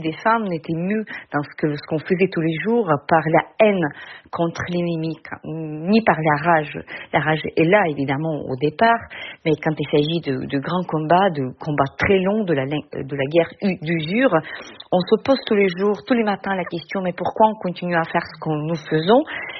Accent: Ukraine; le peuple ukrainien

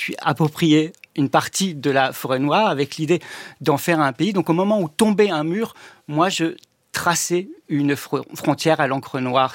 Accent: Auvergne-Rhône-Alpes, France; also born or lived in Lyon; Alors, moi j'ai grandi, enfin je suis né à Lyon, et j'ai grandi à côté d'une centrale nucléaire, la centrale nucléaire de Crémalville, qu'on surnommait Super Phoenix. Donc on est dans le Nord-Isère, tout proche d'un fleuve, le Rhône

